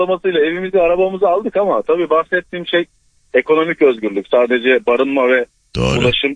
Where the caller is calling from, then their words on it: Bursa, Turkey; ben Bursa'dan.